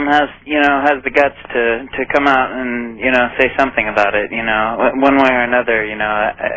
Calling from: Whidbey Island, Washington, United States; I'm calling from Whidbey Island.

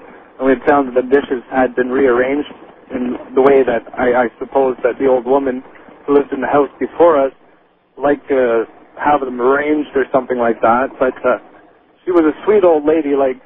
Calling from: Kingston, Ontario, Canada; I'm calling you from Kingston, Ontario, Canada.

